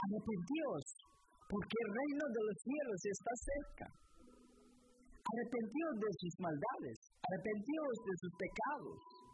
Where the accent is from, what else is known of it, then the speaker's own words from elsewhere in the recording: Guatemala; moved away; estoy hablando del 2016 y 15, cuando estaba en mi país, Guatemala.